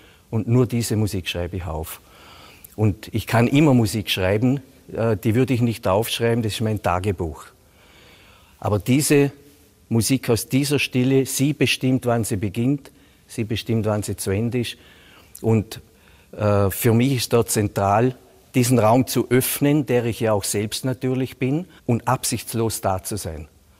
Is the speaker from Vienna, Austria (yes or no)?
no; Vorarlberg, Austria; born there; Ich stamme aus dem Montafon.